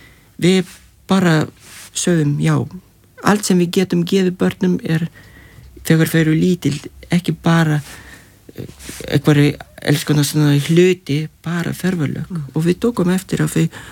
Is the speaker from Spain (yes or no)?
no; Lithuania; Icelandic is a second language; now in Iceland; Og við vorum alinn upp í Litáin og með gott sumarvefur og alvöru sumar